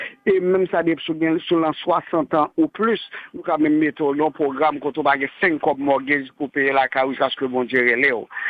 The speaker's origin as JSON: {"language": "French", "country": "Haiti", "said": "non seulement font en tant qu'haïtien, mais encore tout pas montre valeur en tant qu'haïtien, comme un diamant qui a brillé."}